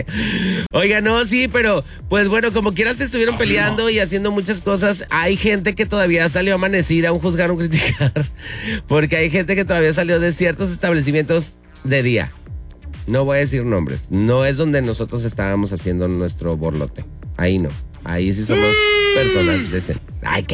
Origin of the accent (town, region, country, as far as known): Mexico